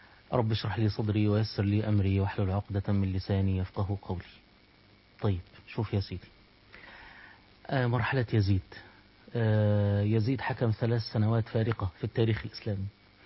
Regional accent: Egypt; خليني أقول لك مثلا باعتباري مصري، هو هضرب لك المثل المصري

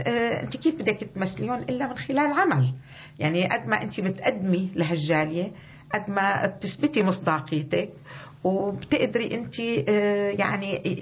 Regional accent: Syria; now in Australia; أنا كسورية أسترالية

